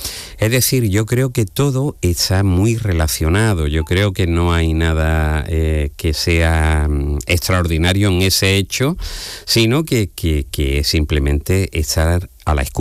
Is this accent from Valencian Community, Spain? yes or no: no; Jerez de la Frontera, Andalusia, Spain; cuando yo iba con mi padre en el barrio de San Miguel, que yo soy del barrio de San Miguel, a un bar muy pequeño y los domingos llegaba tío Borrico, tío Gregorio el Borrico de Jerez